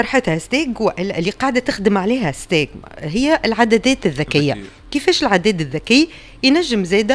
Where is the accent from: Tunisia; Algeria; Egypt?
Tunisia; عندنا في تونس